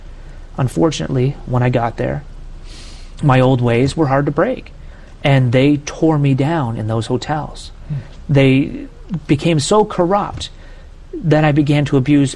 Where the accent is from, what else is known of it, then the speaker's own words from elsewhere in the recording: Canada; As a Canadian, we played road hockey nonstop.